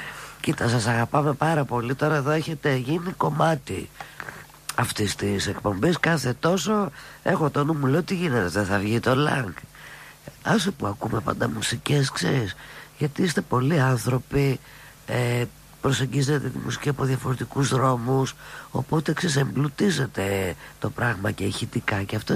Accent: Athens, Attica, Greece; εμείς που είμαστε City Rats, δηλαδή παιδιά που γεννηθήκαμε στην Αθήνα, αυτό ξέρουμε. Εδώ γεννηθήκαμε, εδώ μεγαλώσαμε, εδώ ερωτευθήκαμε, εδώ ζούμε.

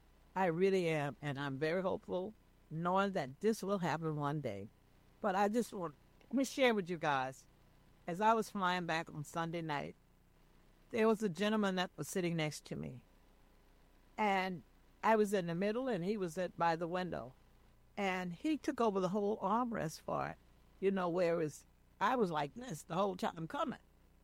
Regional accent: the South, United States; And I'm a Southerner. I was born in the South.

